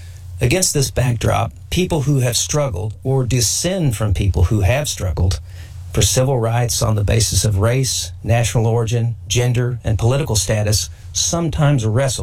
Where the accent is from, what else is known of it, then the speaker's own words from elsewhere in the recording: United States; Both as an American and as a Native American